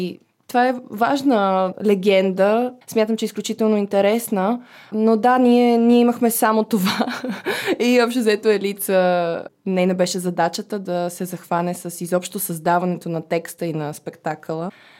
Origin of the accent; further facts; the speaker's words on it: Kavarna, Dobrich Province, Bulgaria; Защото съм от Каварна и ме харесват.